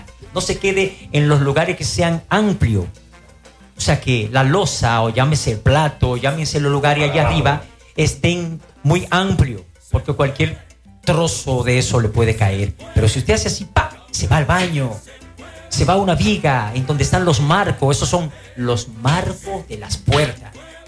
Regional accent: Moca, Espaillat, Dominican Republic; yo soy de Moca

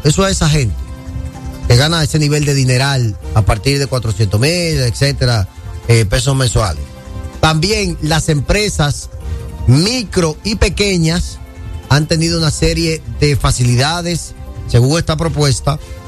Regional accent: Dominican Republic; somos todos dominicanos

